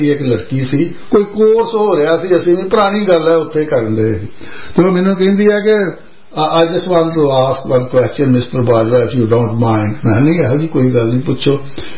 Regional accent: Punjab, India; moved away; ਮੈਂ ਤੇ ਪੰਜਾਬ ਦਾ ਰਹਿਣ ਵਾਲਾ

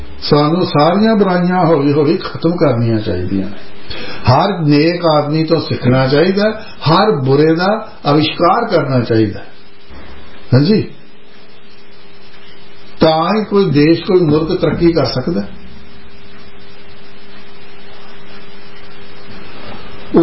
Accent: Punjab, India; moved away; ਮੈਂ ਤੇ ਪੰਜਾਬ ਦਾ ਰਹਿਣ ਵਾਲਾ

